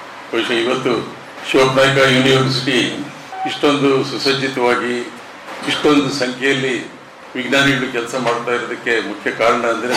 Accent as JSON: {"language": "Kannada", "region": "Karnataka", "country": "India", "said": "ನಾವು ಮಲೆನಾಡಿನವರು"}